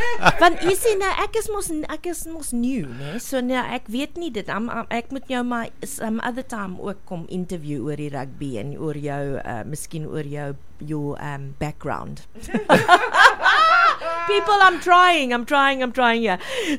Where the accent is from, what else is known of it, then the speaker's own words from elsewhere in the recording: Eastern Cape, South Africa; Ons kom van die Ooskaap af en ons is die mense van hierdie area hou mos van hulle rugby.